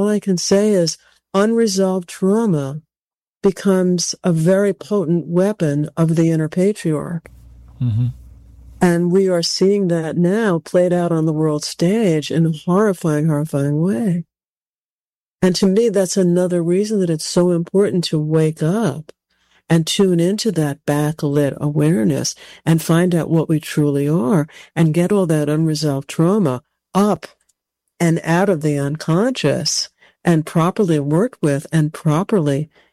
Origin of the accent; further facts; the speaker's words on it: United States; I'm an American Jew